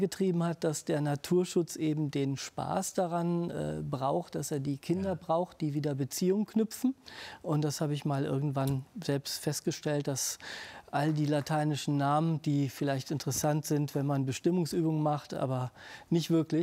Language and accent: German; Solingen, North Rhine-Westphalia, Germany; Rheinland-Pfalz ist für mich absolut meine Heimat geworden. Also ich kann nicht mehr an die Wupper zurück, auch wenn die etwas sauberer geworden ist.